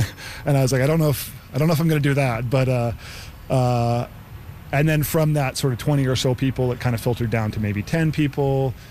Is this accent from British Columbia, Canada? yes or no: yes; Victoria, British Columbia, Canada; I grew up here in Victoria